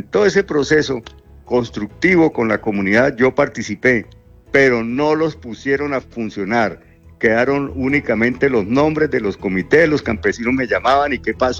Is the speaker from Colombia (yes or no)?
yes; Colombia